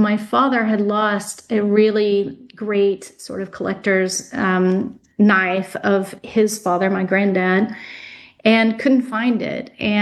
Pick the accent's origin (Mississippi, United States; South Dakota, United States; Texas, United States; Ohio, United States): Texas, United States; I grew up in Texas and found it.